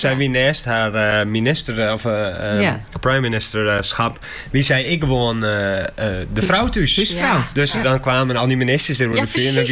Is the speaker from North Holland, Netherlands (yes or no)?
no; Friesland, Netherlands; Ik kom uit Mokwaar, hoeken, cultuurarme regio's, zoals ze deze kennen, hè, qua theater